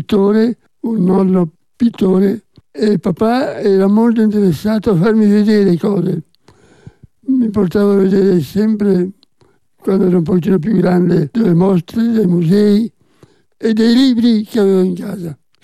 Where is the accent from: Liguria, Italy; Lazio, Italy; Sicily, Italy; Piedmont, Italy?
Liguria, Italy; Genoa; moved away; also born or lived in Tuscany; In Toscana sono solamente nato, vivevamo a Genova. La mia prima giovinezza fino al liceo stavamo a Genova, dove papà lavorava.